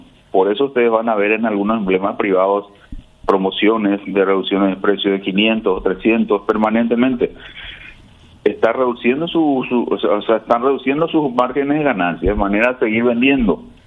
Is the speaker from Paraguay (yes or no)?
yes; Paraguay